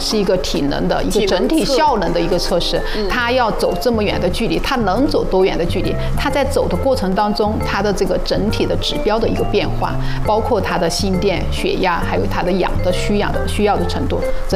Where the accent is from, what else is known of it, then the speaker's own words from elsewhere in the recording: Sichuan, China; 比如说我们四川人喜欢吃辣，